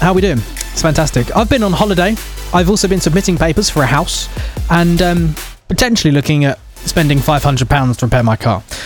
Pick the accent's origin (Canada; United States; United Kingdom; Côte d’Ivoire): United Kingdom; England; Because, you know, I'm English and English people like to moan